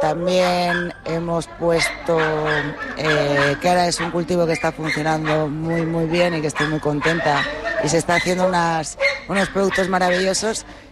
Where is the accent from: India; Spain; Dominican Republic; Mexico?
Spain; La Palma, Canary Islands; born there; also born or lived in Madrid